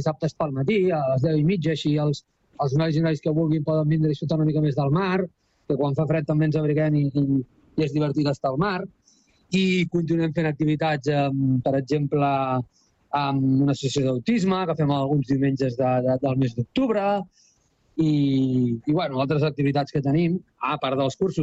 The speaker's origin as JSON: {"language": "Catalan", "town": "Arenys", "region": "Catalonia", "country": "Spain", "said": "vindrà amb nosaltres que som d'Arenys"}